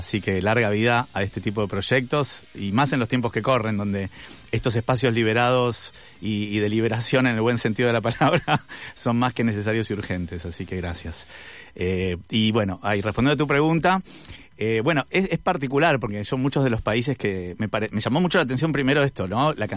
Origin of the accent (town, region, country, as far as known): Argentina